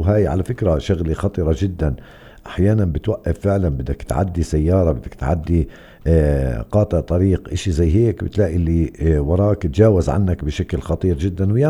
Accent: West Bank, Palestine; عندنا في الضفة الغربية

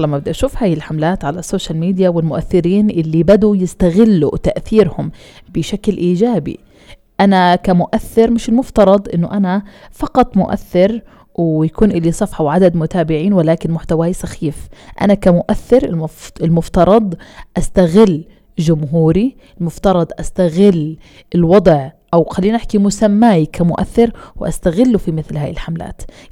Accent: Palestine; إحنا كشعب فلسطيني

